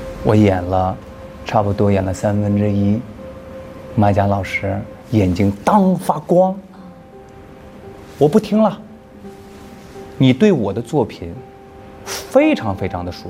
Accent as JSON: {"language": "Chinese", "country": "China", "said": "用我们中国人的情怀情感去表达的，"}